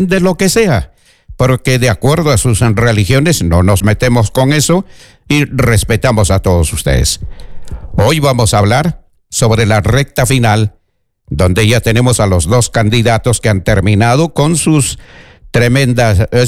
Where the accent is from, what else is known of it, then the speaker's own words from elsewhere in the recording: Peru; como vivimos muy alejados de la capital